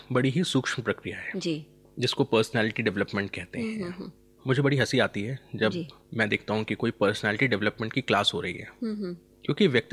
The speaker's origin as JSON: {"language": "Hindi", "town": "Balaghat", "region": "Madhya Pradesh", "country": "India", "said": "जैसे मैं बालाघाट जिले से आता हूँ, वहाँ की एक अपनी भाषा शैली है"}